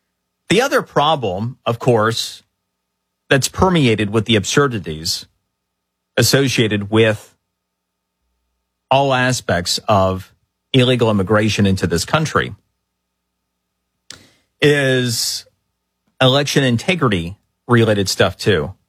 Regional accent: Florida, United States; For example, in my home state of Florida, where this story emanated from this week.

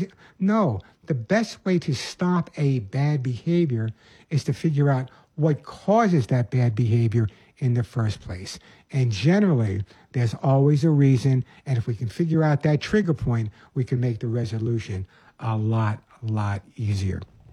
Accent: Oceanside, New York, United States; also born or lived in Bronx / Queens; now in Santa Monica, United States; I was born in the Bronx, grew up part of my life in Queens and Rockaway Beach, and then most of my time on Long Island in Oceanside.

